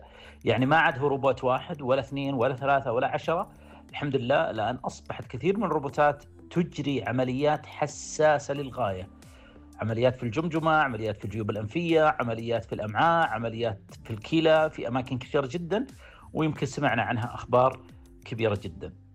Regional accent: Saudi Arabia

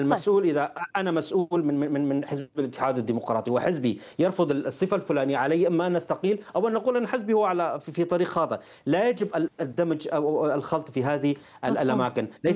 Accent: Al-Hasakah, Al-Hasakah Governorate, Syria; now in Bochum, Germany; الأخوة العرب عندنا بالحسكة راضين أكثر من الخطاب

